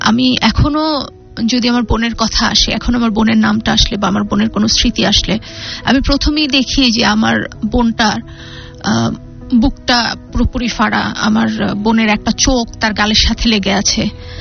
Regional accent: Patuakhali, Barisal Division, Bangladesh; আমার দেশের বাড়ি পটুয়াখালী।

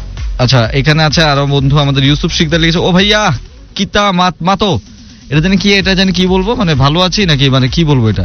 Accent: Rangpur, Rangpur Division, Bangladesh; ওকে, আমাদের রংপুরের প্রচুর রোদ, তারপরে লোডশেডিং, কারেন্ট তো যায় না তবে মাঝে মাঝে আসে

